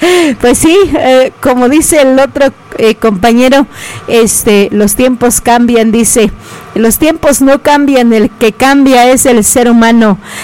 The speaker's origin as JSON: {"language": "Spanish", "town": "San Martín Urunguitiro", "region": "Michoacán", "country": "Mexico", "tie": "born or raised there", "also_born_or_lived": "Comachuén", "said": "con esta pirecua recuerdo los tiempos de mi infancia en San Martín Uringuitiro, municipio de Los Reyes, Michoacán."}